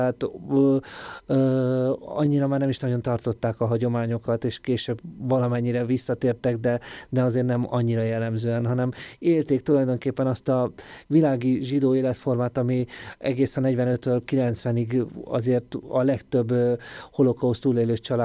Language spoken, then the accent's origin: Hungarian; Budapest, Hungary; born there; én egy tipikus 8. kerületi zsidó családba születtem bele, ahol mind apai, mind anyai ágon teljes mértékben mindenki zsidó volt. A szüleim kifejezetten abban a 8. kerületi kereskedő és művész negyedbe születtek, a Lujza utca